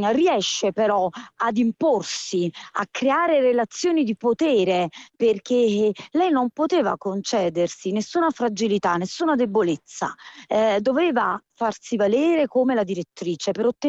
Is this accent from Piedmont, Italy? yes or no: no; Naples, Campania, Italy; Io sono napoletana